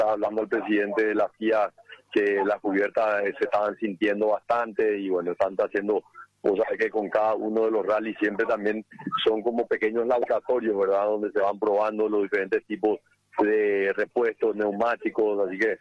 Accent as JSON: {"language": "Spanish", "country": "Paraguay"}